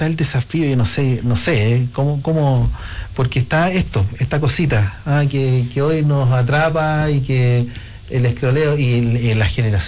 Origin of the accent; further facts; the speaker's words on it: Valparaíso, Chile; now in Patagonia, Chile; yo soy de la Quinta Región, así que también tengo una sensibilidad especial con la Quinta Región, pero la Patagonia pudo más y también me atrapó hace harto tiempo.